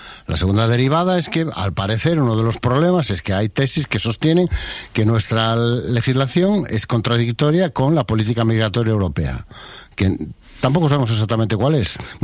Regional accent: Spain; O sea, eso es España hoy. Eso somos los españoles.

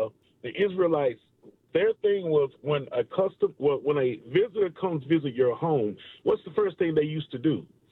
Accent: Fort Worth, Texas, United States; No, I'm from Fort Worth, Texas.

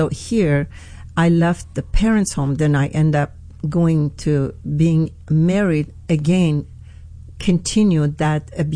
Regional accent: Iran; moved away as an adult; So anyway, I grew up in Iran for 21 years. I was born in Iran.

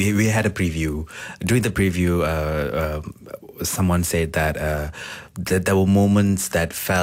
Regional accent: India; being an Indian

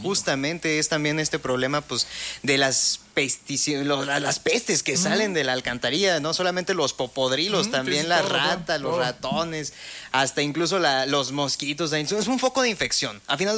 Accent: Mexico; Como los mexicanos, nos la rifamos, hombre.

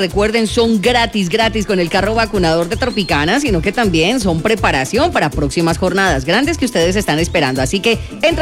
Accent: Colombia; mi país del Sagrado Corazón de Jesús

